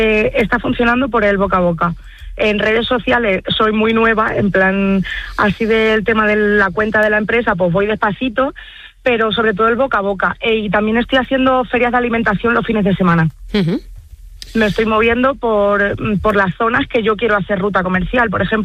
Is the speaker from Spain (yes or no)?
yes; Cervera, Spain; Sí, a ver, FADEMUR ha sido el yo poder salir de mi pueblo. Me han dado visibilidad en todos los aspectos. Te asesoran. Estoy súper agradecida. Yo sin FADEMUR no habría salido de Cervera.